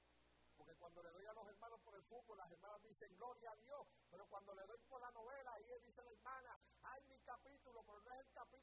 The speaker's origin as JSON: {"language": "Spanish", "town": "Caguas", "country": "Puerto Rico", "said": "Tenía 13 años, pero como los puertorriqueños crecemos, ya yo me creía con 13 años"}